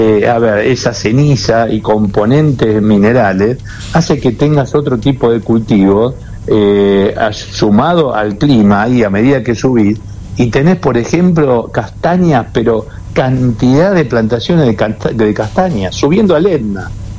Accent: Argentina

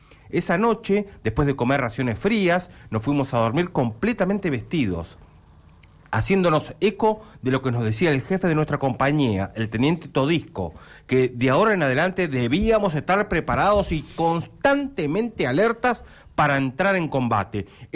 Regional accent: Argentina; nuestra celeste y blanca volvía a flamear tan libre como los argentinos que caminábamos por esas tierras largamente reclamadas.

